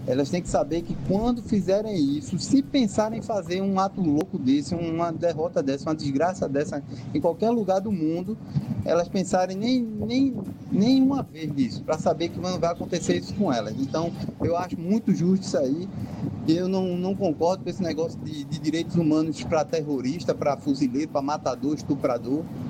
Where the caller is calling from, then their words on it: Candeias, Pernambuco, Brazil; Eu sou daqui de Candeias.